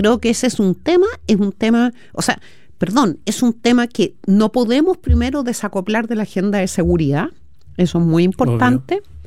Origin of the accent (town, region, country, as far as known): Chile